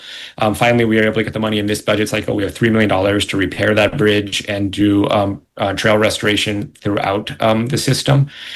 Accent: Wailua Homesteads, Hawaii, United States; Yeah, I was born and raised in Wailua Homesteads. I lived there till I was 18. I lived through the daily struggle of, you know, driving that corridor. I went to school in Lihue.

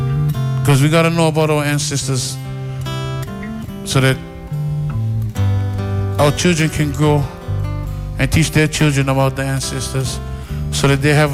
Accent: Hawaii, United States

